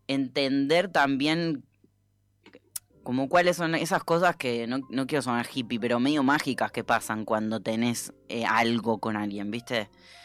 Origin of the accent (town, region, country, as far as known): Laguna Larga, Córdoba, Argentina